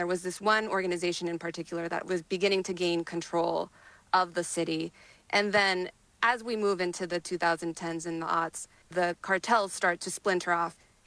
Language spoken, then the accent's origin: English; El Paso, Texas, United States; rhetoric, the treatment of migrants were laid down long before, brick by brick, decade by decade, in my hometown of El Paso.